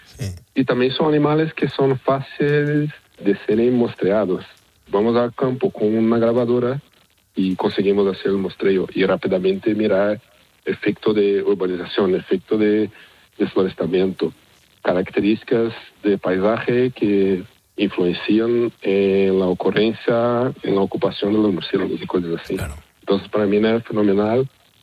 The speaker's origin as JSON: {"language": "Spanish", "country": "Brazil", "second_language": "Spanish", "said": "Yo estaba en máster en Brasil, yo soy brasileño."}